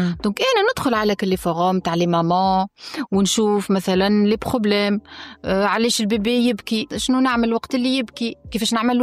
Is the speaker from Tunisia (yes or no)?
yes; Tunisia; ولا يهمو فيا انا تونسيه ولا هندويه